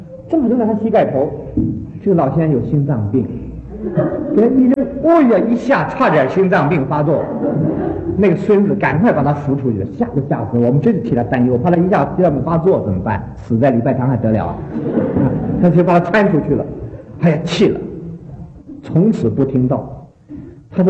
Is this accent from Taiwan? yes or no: no; China